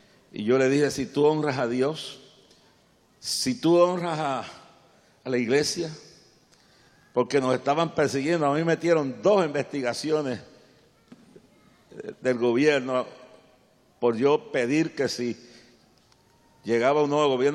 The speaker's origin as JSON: {"language": "Spanish", "country": "Puerto Rico", "said": "una está exiliada exiliada porque los puertorriqueños nos exiliamos en Orlando."}